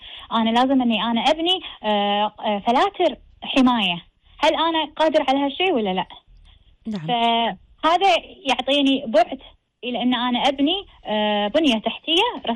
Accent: Kuwait

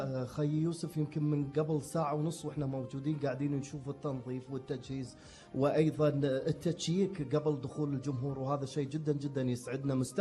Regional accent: Kuwait

